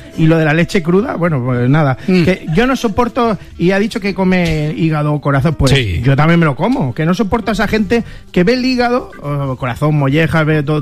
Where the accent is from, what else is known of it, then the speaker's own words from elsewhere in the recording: Rubí, Catalonia, Spain; nosotros somos de Rubí